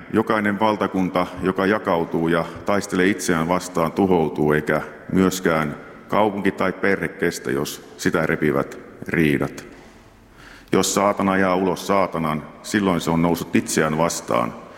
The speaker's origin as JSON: {"language": "Finnish", "region": "South Ostrobothnia", "country": "Finland", "moved": "yes", "lives_now": "Kainuu, Finland", "said": "minä olen eteläpohjalainen"}